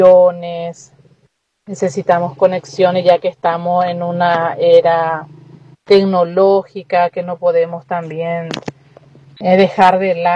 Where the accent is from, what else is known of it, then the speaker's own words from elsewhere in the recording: San Pedro, Paraguay; soy de San Pedro, de una escuela rural, y me pareció muy interesante de qué pensamos como docente, lo que hace falta en nuestro querido Paraguay.